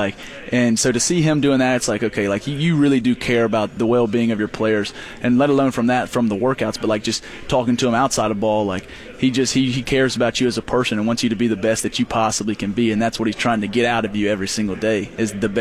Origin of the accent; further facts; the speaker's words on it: Watkinsville, Georgia, United States; moved away as an adult; So I grew up in Watkinsville, just south of Athens.